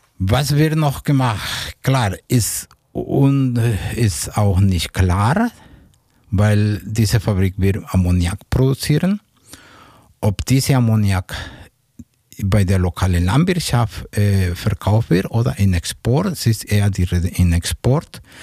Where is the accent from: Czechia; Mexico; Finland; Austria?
Mexico; German is a second language; now in Germany; ich bin Mexikaner